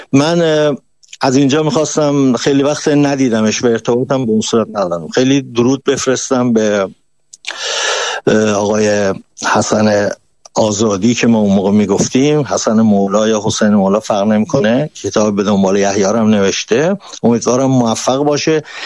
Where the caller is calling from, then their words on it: Karaj, Alborz, Iran; من اهل کرجم، البرزم